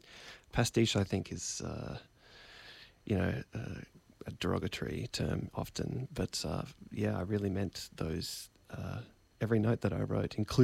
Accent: Melbourne, Victoria, Australia; moved away as an adult; now in United States; I'm from Melbourne, more mm-hmm. or less.

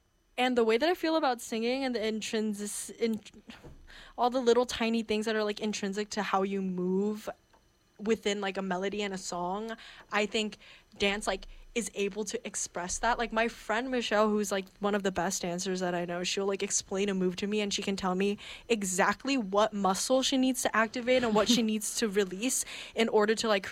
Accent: Orange County, California, United States; growing up in Orange County

